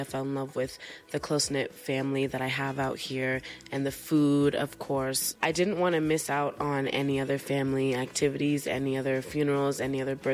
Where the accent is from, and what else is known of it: United States; accent: American; moved away as an adult; now in Kenya